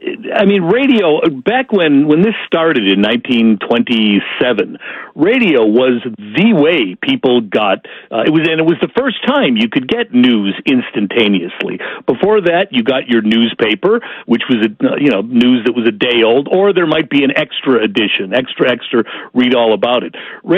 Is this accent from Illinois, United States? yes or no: yes; Chicago, Illinois, United States; I remember I grew up in Chicago, and many big cities had CBS